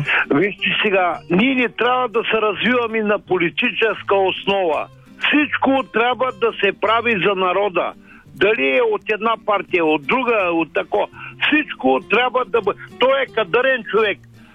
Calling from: Ruse Province, Bulgaria; съм от Русенско

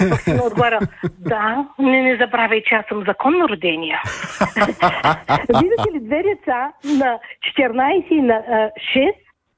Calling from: Varna, Varna Province, Bulgaria; съм от Варна.

